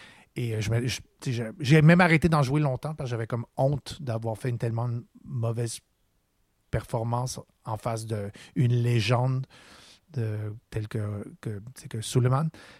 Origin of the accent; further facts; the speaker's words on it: Turkey; Ouais, c'est ça. Je suis turc. Donc, je l'ai acheté au bazar en Turquie